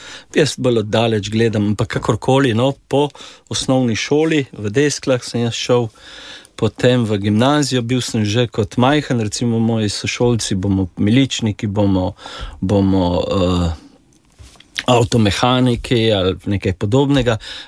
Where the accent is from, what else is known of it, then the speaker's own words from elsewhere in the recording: Šempeter pri Gorici, Gorizia, Slovenia; born there; Ja, jaz sem rojen v Šempetru pri Gorici, en prvih v novi porodnišnici takratni, ja.